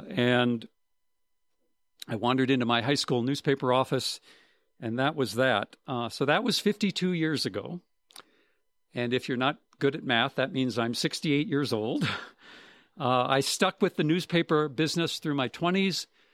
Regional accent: North Dakota, United States; I grew up in North Dakota.

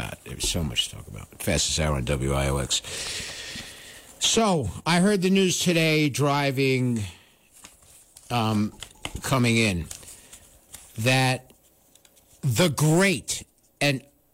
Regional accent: New York, United States; myself as a New Yorker

